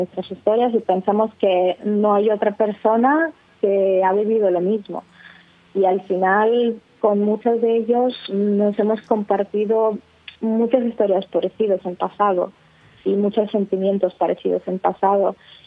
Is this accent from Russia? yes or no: yes; Russia; Spanish is a second language; now in Spain; soy fotógrafa documental y soy una lesbiana de Rusia.